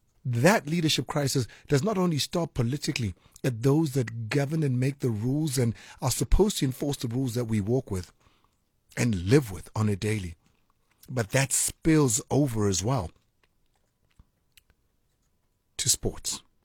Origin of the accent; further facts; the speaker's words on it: South Africa; I come to you as a South African